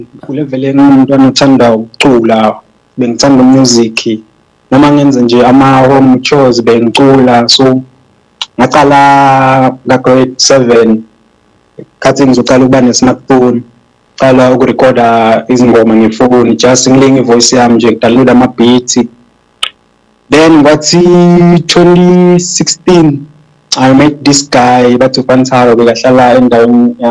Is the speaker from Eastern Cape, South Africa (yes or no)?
no; Nkomazi, Mpumalanga, South Africa; I'm from Mpumalanga, in Zaweni, Tiwa Iskumazdal, Nkomaz.